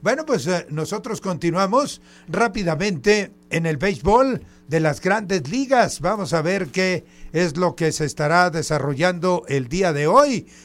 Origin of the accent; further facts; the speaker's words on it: Mexico; nuestro folclor mexicano